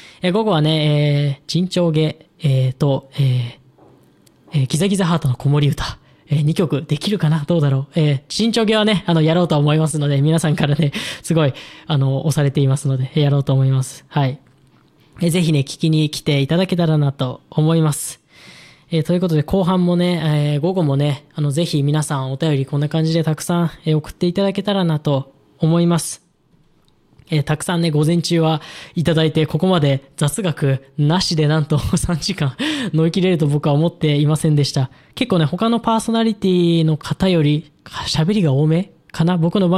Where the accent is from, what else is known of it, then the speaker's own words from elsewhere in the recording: Ibaraki, Japan; 僕もね、茨城県出身なので